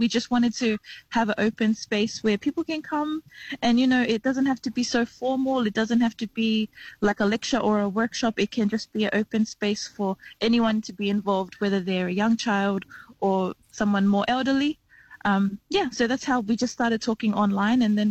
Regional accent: Blacktown, New South Wales, Australia; also born or lived in Auckland, New Zealand; yes, I was born in Auckland in Aotearoa, New Zealand, raised in Western Sydney, predominantly in the Blacktown area. I'm of Samoan heritage, representing the villages of Taufusi and Taputapa'o in Samoa.

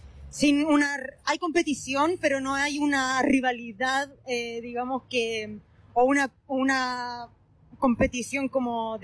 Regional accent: Chile; moved away as an adult; now in Australia; me recuerda también un poco a las canchas como del barrio en Chile. El hecho de jugar con mis primos, el hecho de jugar con mis amistades, con gente del barrio, que bueno, venimos como de Sudamérica

